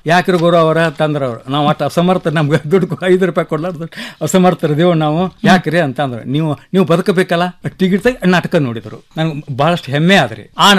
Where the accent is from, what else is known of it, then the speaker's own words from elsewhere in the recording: Karnataka, India; ಜಮಖಂಡಿ ತಾಲೂಕಿನ ಕೌಟಿಗವ.